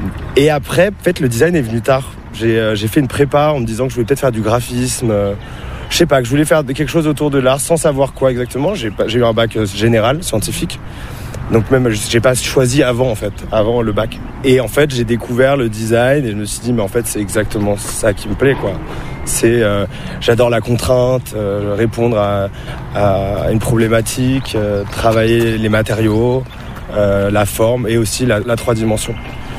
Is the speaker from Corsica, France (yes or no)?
no; Paris, Île-de-France, France; Je suis né à Paris, dans le 12e. J'ai fait toute mon adolescence à Paris